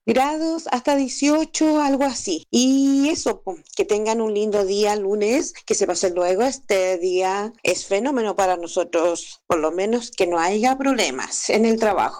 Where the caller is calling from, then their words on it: Copiapó, Atacama, Chile; de Copiapó.